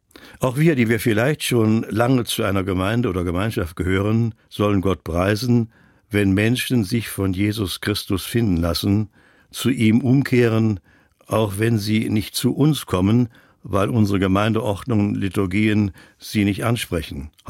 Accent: Silesian Voivodeship, Poland; born there; als ich vor Jahren zum ersten Mal über die Grenze nach Polen einreisen und meine Geburtsstadt in Schlesien besuchen konnte

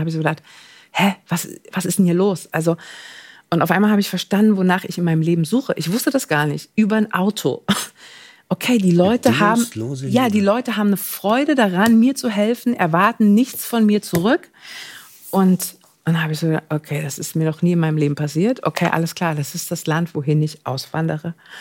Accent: East Germany, Germany; Nee, natürlich nicht. Ich komme aus dem Osten.

